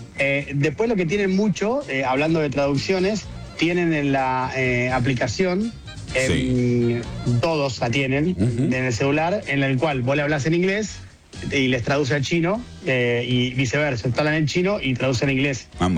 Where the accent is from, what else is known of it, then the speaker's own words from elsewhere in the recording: Buenos Aires, Argentina; Llevo muy conmigo dos características que son la argentinidad y la porteñidad.